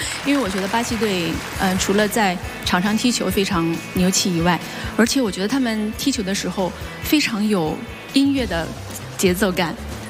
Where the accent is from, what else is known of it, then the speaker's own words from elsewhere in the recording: Dalian, Liaoning, China; 因为我是大连人，从小就是看着足球长大的